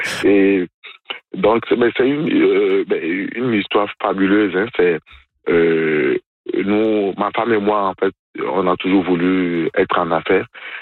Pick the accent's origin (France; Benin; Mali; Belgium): Benin; now in Rouyn-Noranda, Canada; mon pays d'origine, qui est le Bénin.